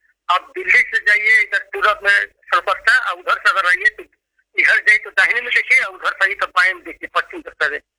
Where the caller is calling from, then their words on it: Rohtas district, Bihar, India; धान भी बहुत जबरदस्त होता है हमारे जिला में।